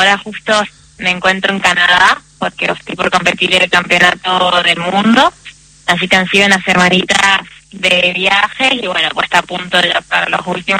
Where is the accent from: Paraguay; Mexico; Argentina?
Argentina; San Juan; Sí, soy de San Juan.